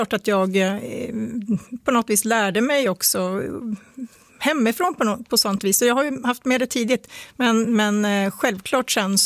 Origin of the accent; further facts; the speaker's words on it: Östersund, Jämtland County, Sweden; Jag är norrlänning. Ja. Jag är född i Östersund.